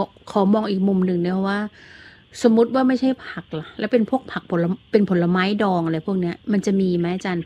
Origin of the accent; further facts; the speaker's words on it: Isan, Thailand; คุณผู้ฟังเราเป็นคนอีสานฝั่งเดียวกันเนาะ